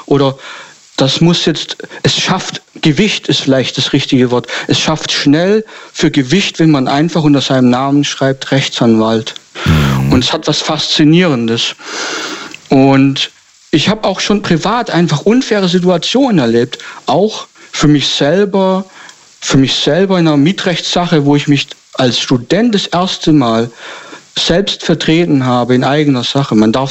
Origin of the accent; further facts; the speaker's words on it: Stuttgart, Baden-Württemberg, Germany; Ich komme aus der Gegend Stuttgart. Also das ich sage jetzt mal so grob.